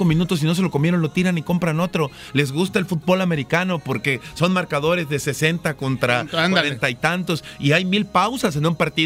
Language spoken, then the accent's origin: Spanish; Mexico; lo que somos los mexicanos de corazón, de pensamiento y en acción